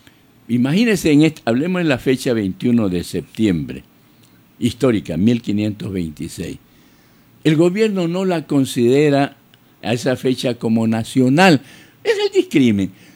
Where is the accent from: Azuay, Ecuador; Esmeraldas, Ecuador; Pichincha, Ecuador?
Esmeraldas, Ecuador